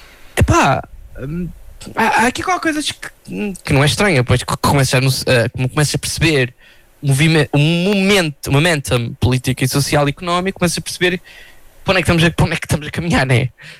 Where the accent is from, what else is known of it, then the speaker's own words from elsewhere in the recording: Portugal; eu vou dar um exemplo da minha terra, Cocoxães.